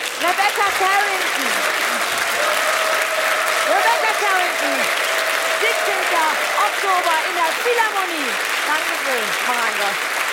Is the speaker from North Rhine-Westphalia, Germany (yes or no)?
yes; Oberhausen, North Rhine-Westphalia, Germany